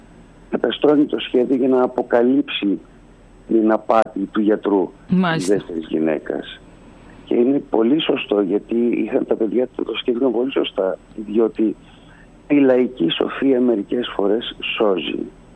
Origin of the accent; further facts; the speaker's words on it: Greece; Εμείς ως Έλληνες